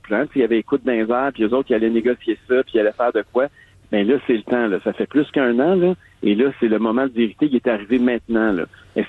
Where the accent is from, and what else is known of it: Quebec, Canada